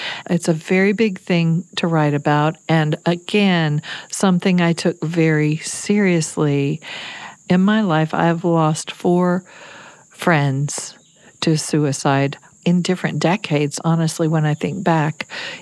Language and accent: English; Kentucky, United States; And finally in Lexington was an hour and a world away from where I grew up in Kentucky.